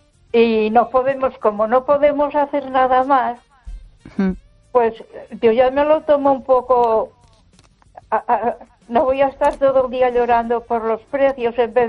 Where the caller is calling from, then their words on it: Ponferrada, Castile and León, Spain; Buenas noches, Esther. … de Ponferrada.